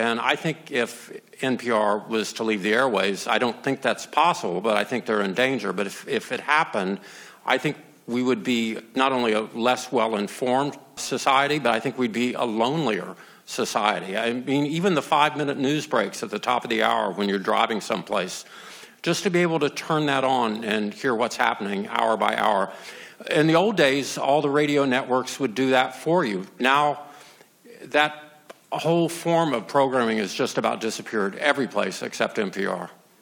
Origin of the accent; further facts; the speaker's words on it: Georgia, United States; moved away; I grew up in Georgia